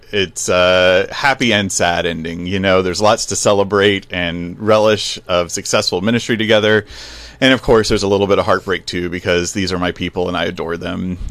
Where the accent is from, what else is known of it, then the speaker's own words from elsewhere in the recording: the South, United States; I grew up in the South, although you wouldn't know it unless I'm making fun of you or angry.